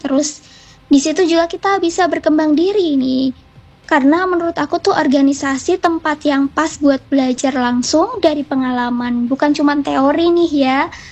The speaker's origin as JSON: {"language": "Indonesian", "town": "Tegal", "region": "Central Java", "country": "Indonesia", "moved": "yes"}